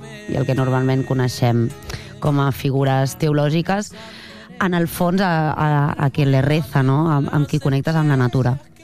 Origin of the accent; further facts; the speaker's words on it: Argentina; Catalan is a second language; moved away; Clar, això és argentinatge, no?